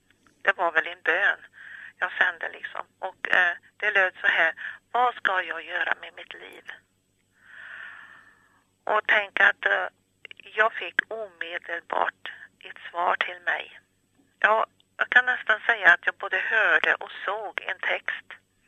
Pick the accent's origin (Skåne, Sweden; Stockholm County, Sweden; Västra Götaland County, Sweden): Västra Götaland County, Sweden; now in Ullervad, Sweden; Jag kommer från Dalsland.